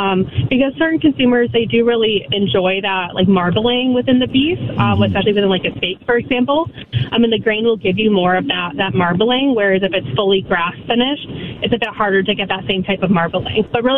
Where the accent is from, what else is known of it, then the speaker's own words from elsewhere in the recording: Michigan, United States; moved away as an adult; now in Chicago, United States; I'm originally from Michigan, but now I'm here in Chicago.